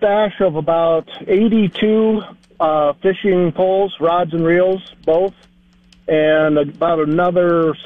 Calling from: Belmont, South Dakota, United States; from Belmont, South Dakota.

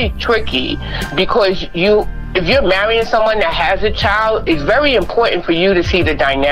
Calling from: Harlem, New York, United States; from Harlem.

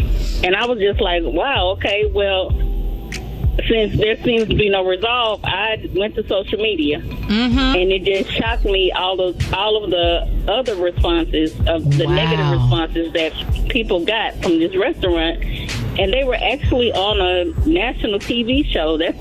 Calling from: Cypress, Texas, United States; Cypress, Texas.

